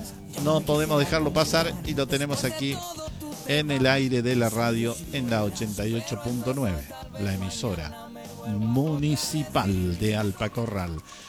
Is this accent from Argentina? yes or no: yes; Argentina; como buenos argentinos que somos